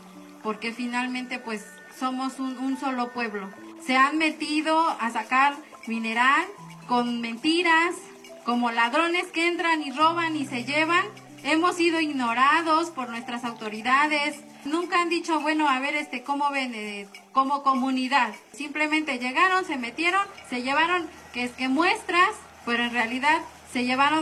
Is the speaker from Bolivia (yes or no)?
no; Mexico; nosotros que somos de aquí de Jalamelco